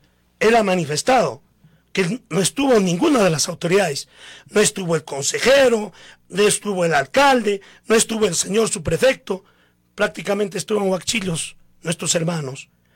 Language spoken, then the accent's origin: Spanish; Ayacucho, Peru; pero yo tengo que pechar por mi pueblo, tengo que pechar por mi provincia de Parinacochas, señor alcalde.